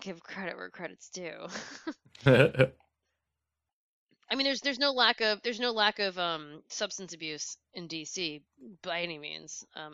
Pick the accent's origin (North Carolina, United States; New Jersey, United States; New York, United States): New York, United States; I'm the same age as Don Jr. I'm older than Ivanka. I grew up in New York, and Trump was big.